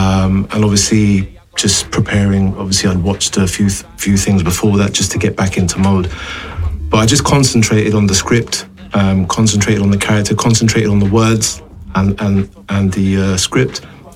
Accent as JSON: {"language": "English", "region": "London", "country": "United Kingdom", "tie": "born or raised there", "said": "I grew up in Hounslow, Heston, Southall."}